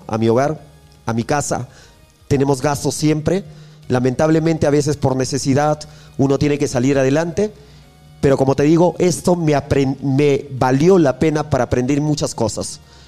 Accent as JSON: {"language": "Spanish", "town": "Cutervo", "region": "Cajamarca", "country": "Peru", "tie": "born or raised there", "said": "las circunstancias me trajo a mi tierra, donde nací, me crié"}